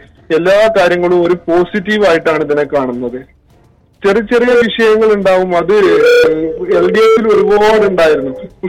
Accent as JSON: {"language": "Malayalam", "town": "Pattambi", "region": "Kerala", "country": "India", "tie": "born or raised there", "moved": "yes", "lives_now": "Sharjah, United Arab Emirates", "said": "Palakkad പട്ടാമ്പിയാണ്."}